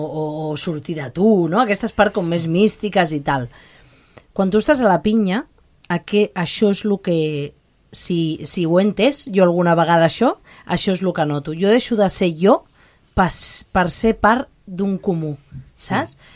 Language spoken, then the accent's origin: Catalan; Catalonia, Spain; som catalans, tenim una tradició